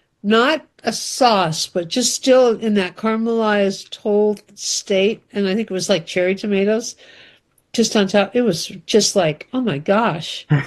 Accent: California, United States; now in East Coast, United States; I grew up in Central California

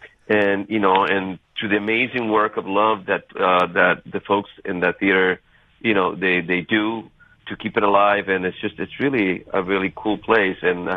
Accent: Puerto Rico; moved away; also born or lived in Bridgeport, Connecticut, United States; I'm Puerto Rican, and I, although I was born in Bridgeport, Puerto Rico, USA, that's actually Bridgeport, Connecticut, and I was raised in Puerto Rico.

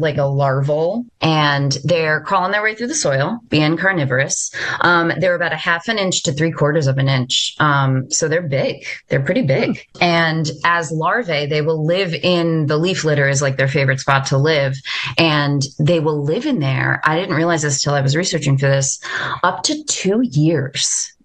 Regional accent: Long Island, New York, United States; growing up on Long Island

